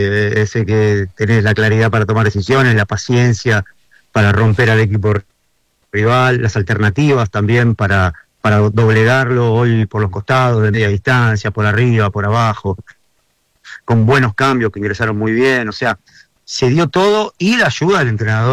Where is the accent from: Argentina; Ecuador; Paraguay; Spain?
Argentina; porque soy argentino